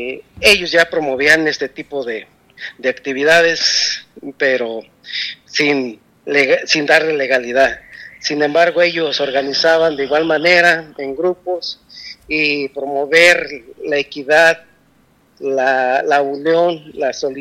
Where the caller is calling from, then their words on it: Cherán, Michoacán, Mexico; Soy agricultor, gestor de la localidad del municipio de Cherán, Michoacán. Nos encontramos en la zona de la meseta Purépecha, pueblos originarios purépechas.